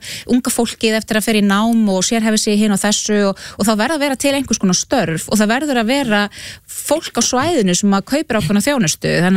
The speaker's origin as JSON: {"language": "Icelandic", "town": "Flúðir", "region": "Southern Region", "country": "Iceland", "tie": "born or raised there", "said": "ég nú alveg upp á Flúðum dæmis, og það var, svona í minni æsku það var í raun og veru ekkert þangað að sækja."}